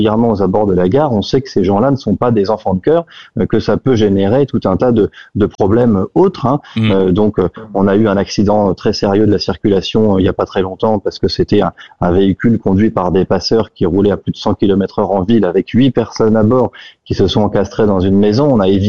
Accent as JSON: {"language": "French", "region": "Hauts-de-France", "country": "France", "lives_now": "Abbeville, France", "said": "chez nous, dans le Nord, le Pas-de-Calais, la Somme"}